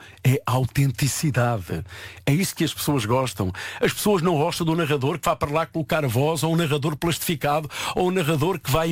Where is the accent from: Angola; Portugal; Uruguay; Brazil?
Portugal; Santarém, Centro; born there; eu nasci em Santarém, trabalho em Lisboa